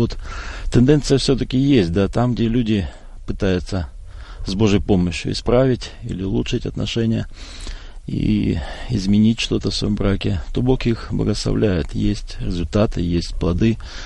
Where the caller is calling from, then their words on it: Omsk, Omsk Oblast, Russia; мы приехали из России, здесь находимся в гостях, и мы живем в самом сердце, в самом центре России, в Сибири, в городе Омске.